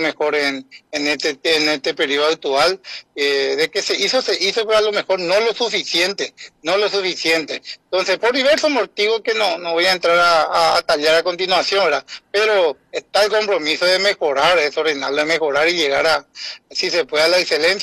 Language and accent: Spanish; Carapeguá, Paraguarí, Paraguay; somos, antes que nada, pues, paraguayos, somos hijos de Dios, y antes que nada somos hermanos